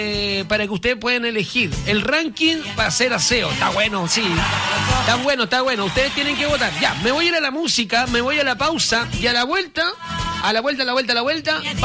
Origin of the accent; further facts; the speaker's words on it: Chile; soy chileno